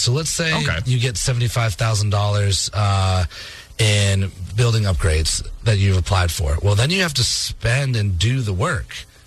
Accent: Massachusetts, United States; now in Alabama, United States; growing up in Massachusetts, I was always a fall allergy kid when I was younger

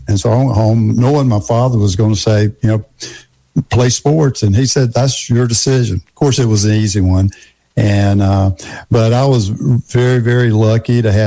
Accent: Sopchoppy, Florida, United States; growing up in Sopchoppy

